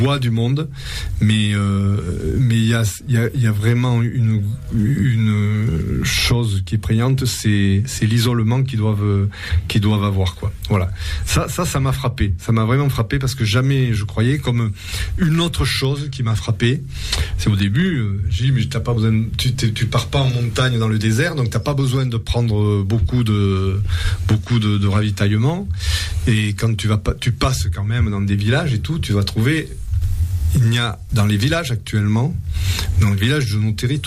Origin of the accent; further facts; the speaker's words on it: France; j'ai dit non, je suis français, mais moi je parle la langue d'ici.